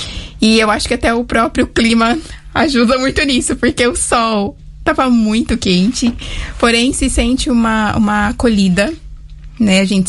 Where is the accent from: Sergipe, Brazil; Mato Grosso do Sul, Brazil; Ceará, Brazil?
Mato Grosso do Sul, Brazil; Paranaíba; now in Rome, Italy; um lugar acolhedor do Mato Grosso do Sul, do coração, né, do país, do Centro-Oeste. Eu venho de Paranaíba, no Mato Grosso do Sul.